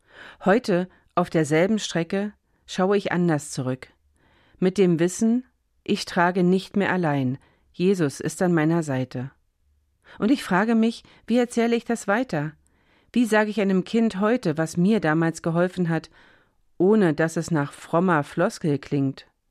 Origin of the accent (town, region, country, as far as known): Brandenburg, Germany; born there; moved away